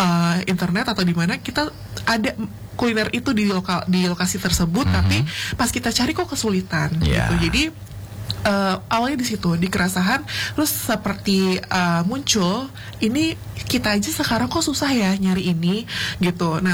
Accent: Sumatra, Indonesia; now in Yogyakarta, Indonesia; saya dari Sumatera, dan kebetulan memang keluarga itu dari berbagai macam daerah. Ayah dari Jawa Timur, ibu dari Jawa Barat, terus kami besar dan tinggal di Sumatera.

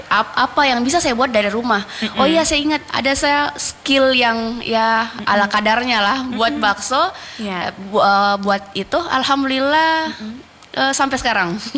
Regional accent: Sulawesi, Indonesia; sebenarnya saya orang Sulawesi asli. Sebenarnya orang Sulawesi Bapak Bugis, Mama Makassar.

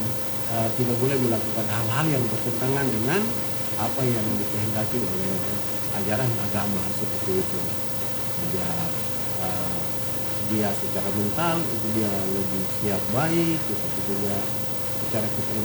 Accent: Papua, Indonesia; itu kan tujuannya untuk memperkenalkan wilayah saya Papua ya, dengan keindahan ya alam yang ada lewat cendrawasi

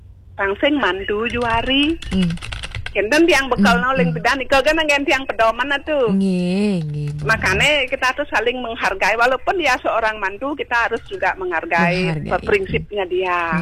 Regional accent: Bali, Indonesia; Kalau kita anak Bali, orang umat Hindu, beda caranya memohon.

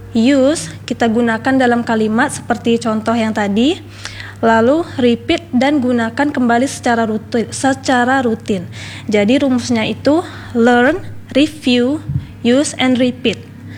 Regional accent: Ranai, Riau Islands, Indonesia; born there; also born or lived in Pekanbaru, Riau

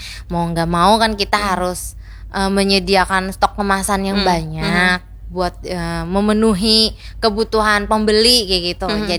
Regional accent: Banjarmasin, South Kalimantan, Indonesia; Kita dari Banjarmasin.

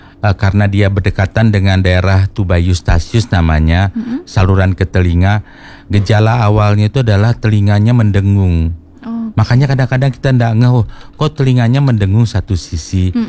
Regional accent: Bali, Indonesia; kita memang berisiko sekali sebagai orang Bali ini

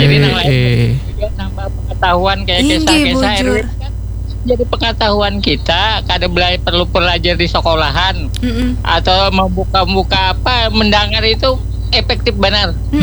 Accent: South Kalimantan, Indonesia; Nah kayak kita Banjar kan juga.

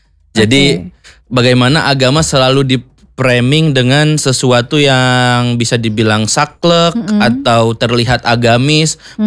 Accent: Sundanese lands, Indonesia; accent: Sundanese; now in Banyumas, Indonesia; Saya aslinya sih sebenarnya bukan dari Banyumas. Okay. Jadi kalau misalkan ada lebih ke Sunda-Sunda gitu, memang okay, saya aslinya dari Sunda.

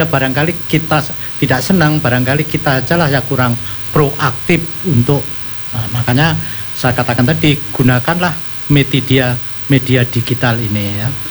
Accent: Java, Indonesia; karena saya orang Jawa

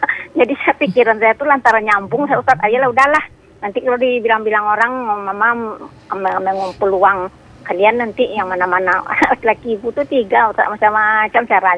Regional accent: West Sumatra, Indonesia; kalau kita orang Minang nih, kita yang mengantar ke rumah orang perempuan

